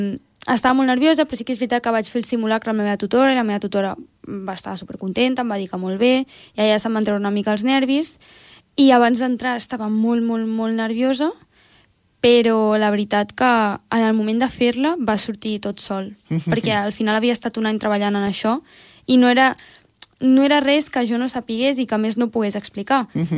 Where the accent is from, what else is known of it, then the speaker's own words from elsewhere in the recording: Tordera, Catalonia, Spain; also born or lived in Calella; tota la vida a Tordera